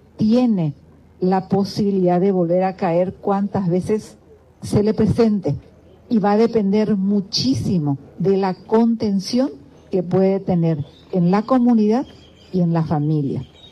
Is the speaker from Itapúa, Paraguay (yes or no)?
yes; Encarnación, Itapúa, Paraguay; estar en mi ciudad natal, mi querida Encarnación.